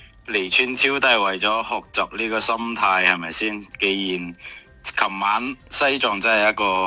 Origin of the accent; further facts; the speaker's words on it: Guangdong, China; 对于我哋广东人来讲都是有利吧，